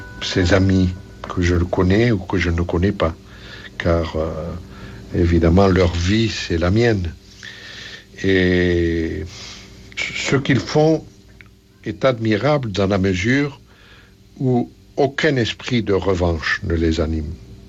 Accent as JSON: {"language": "French", "country": "France", "said": "en tant que Français"}